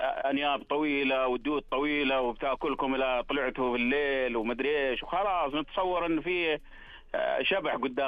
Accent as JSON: {"language": "Arabic", "region": "Asir", "country": "Saudi Arabia", "tie": "born or raised there", "said": "طول عمر احنا في الجنوب تبع محافظة بلقرن هناك"}